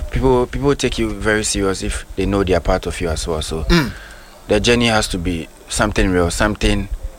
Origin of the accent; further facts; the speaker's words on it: Greater Accra, Ghana; also born or lived in Ablekuma; I grew up Alabadi. Spent like whole 19 years Alabadi.